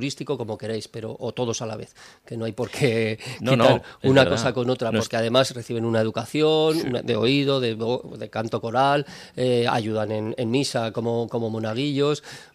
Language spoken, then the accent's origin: Spanish; Zaragoza, Aragon, Spain; born there; todos los que somos de Zaragoza